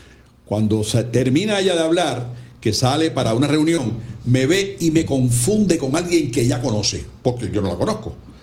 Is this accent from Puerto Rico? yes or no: yes; Puerto Rico; Lo que somos como Puerto Rico, como territorio americano